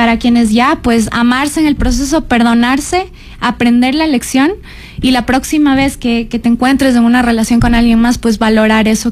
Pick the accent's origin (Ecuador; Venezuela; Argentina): Ecuador; todos somos de Ecuador.